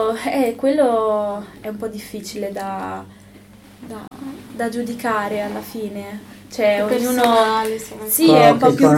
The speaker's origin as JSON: {"language": "Italian", "town": "Milan", "region": "Lombardy", "country": "Italy", "tie": "born or raised there", "said": "io personalmente, che ho vissuto fin da piccola a Milano, quindi l'ho vista proprio in tutti gli anni della mia vita"}